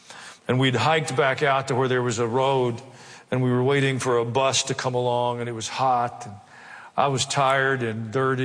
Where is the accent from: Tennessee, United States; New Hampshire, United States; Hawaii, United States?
Tennessee, United States; I grew up in Tennessee.